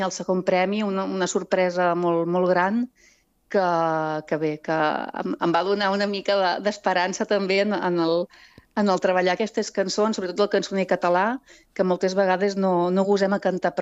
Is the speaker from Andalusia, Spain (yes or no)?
no; L'Espluga de Francolí, Catalonia, Spain; a la Catalunya Nova, d'on sóc jo, l'Espluga de Francolí, la banda també del Baix Camp i el Montsant